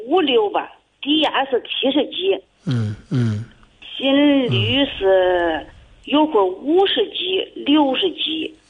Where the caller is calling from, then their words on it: Henan, China; 我是河南的。